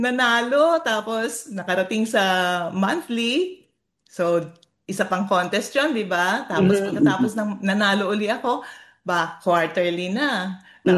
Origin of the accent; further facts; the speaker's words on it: Mandaluyong, Metro Manila, Philippines; Eh, taga Mandaluyong po ako at nasa karuhatan ng FEBC.